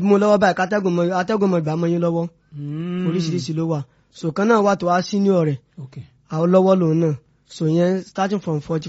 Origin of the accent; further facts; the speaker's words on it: Ibadan, Oyo, Nigeria; Orúkọ tèmi ni … tí mo wá láti Ìbàdàn ní oríta pinrin lọ́lára nílùú Ìbàdàn.